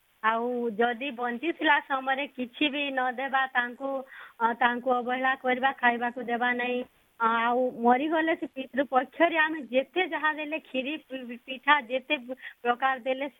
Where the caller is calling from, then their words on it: Bargarh, Odisha, India; ଅପା, ମୁଁ ବରଗଡ଼ରୁ